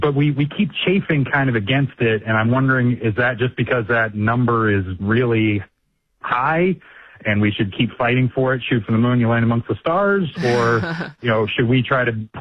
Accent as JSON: {"language": "English", "region": "Maryland", "country": "United States", "tie": "born or raised there", "said": "the county that I grew up in Maryland, I mean, you can't sneeze in there without spending $500,000."}